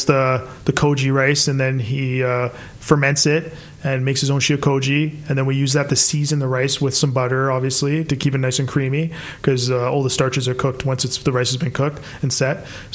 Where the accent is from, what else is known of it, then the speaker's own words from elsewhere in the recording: Vancouver, British Columbia, Canada; Growing up in Vancouver, it's so multicultural.